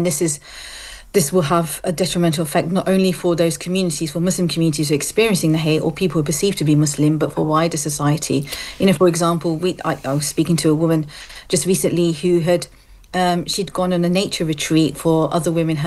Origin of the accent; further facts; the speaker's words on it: London, United Kingdom; I grew up in London, but I've also lived in other parts of the country as well.